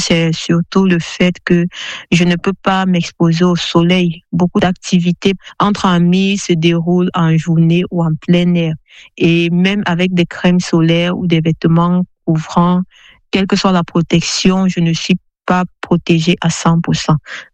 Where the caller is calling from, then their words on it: Douala, Littoral, Cameroon; j'ai 30 ans et je suis à Douala au Cameroun.